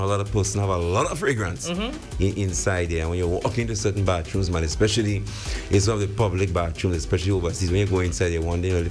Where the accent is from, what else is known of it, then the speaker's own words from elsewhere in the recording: Trinidad & Tobago; growing up in Trinidad